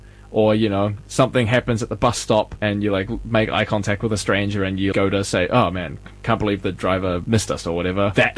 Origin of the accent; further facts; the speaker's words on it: New Zealand; now in Sweden; when I first came to Sweden, my first thing, even before I moved here, is sort of like, okay, as New Zealander, what do you have? You have rugby.